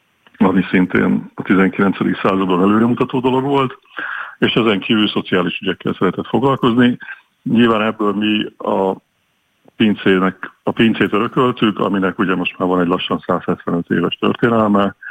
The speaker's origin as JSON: {"language": "Hungarian", "region": "Transdanubia", "country": "Hungary", "said": "mi dunántúliak vagyunk"}